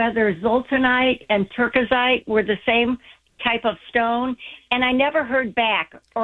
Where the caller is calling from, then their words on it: Marblehead, Ohio, United States; we're from Marblehead, Ohio, which is like Marblehead, Massachusetts.